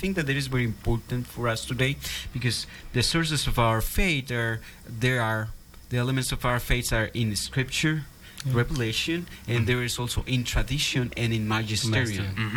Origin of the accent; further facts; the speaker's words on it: Tepatitlán, Jalisco, Mexico; I was born and raised in Tepatitlan, Jalisco, Mexico. In Mexico, that lands are lands of martyrs, many martyrs in there, and our faith is people is very religious. 99% is Catholic.